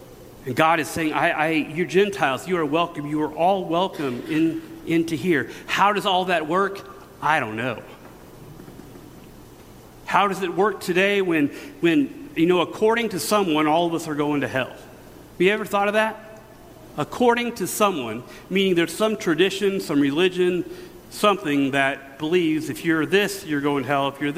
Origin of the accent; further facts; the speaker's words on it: Missouri, United States; It's like we're in Missouri. I'm from Missouri.